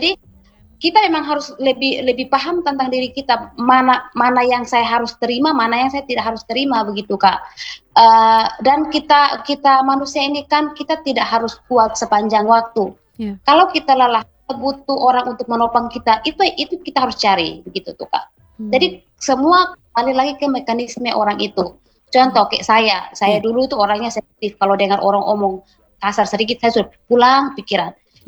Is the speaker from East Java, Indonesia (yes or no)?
no; East Nusa Tenggara, Indonesia; kita orang NTT